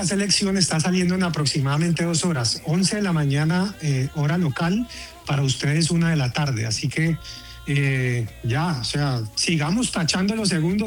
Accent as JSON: {"language": "Spanish", "region": "Valle del Cauca", "country": "Colombia", "said": "Me hace acordar a los alrededores que tenemos nosotros en el Valle del Cauca."}